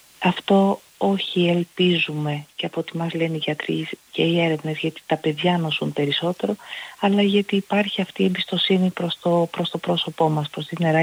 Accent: Greece; για να είμαστε περήφανοι ως Έλληνες

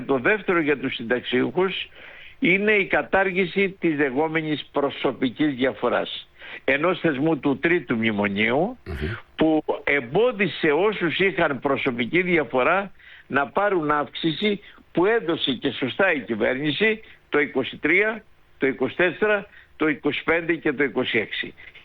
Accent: Western Greece, Greece; Εδώ που είμαι στην Ηλία, στην πατρίδα μου

